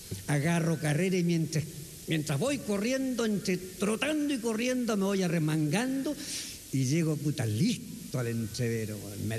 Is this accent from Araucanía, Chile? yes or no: yes; Angol, Araucanía, Chile; now in Santiago, Chile; Nosotros somos de Angol, que estamos ahora parando en Santiago un tiempo, y de tanto en tanto los recuerdos tiran y uno vuelve a la ciudad natal.